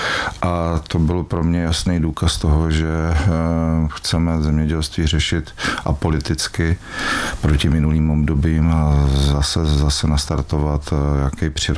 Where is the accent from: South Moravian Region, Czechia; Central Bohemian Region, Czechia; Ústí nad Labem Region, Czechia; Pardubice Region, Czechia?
Pardubice Region, Czechia; Pardubice; je to moje rodné město, mám tady spoustu přátel ze školy, kamarádů, rodinu, ale fakticky od svých 18 let se pohybuju po celé České republice.